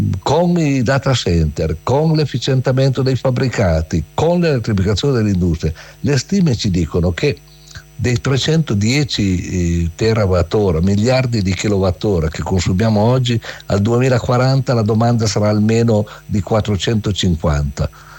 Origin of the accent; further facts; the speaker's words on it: Piedmont, Italy; Io sono piemontese